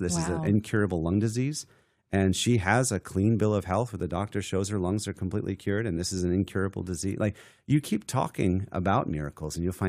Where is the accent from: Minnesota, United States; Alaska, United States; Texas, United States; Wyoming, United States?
Alaska, United States; born there; I was born in Alaska